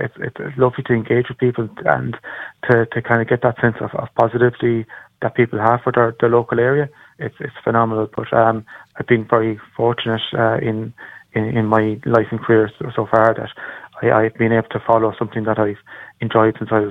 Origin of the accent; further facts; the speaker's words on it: Munster, Ireland; I'm actually from County Clare myself. I grew up in the Burren in County Clare, so I was always kind of immersed in both farming and nature.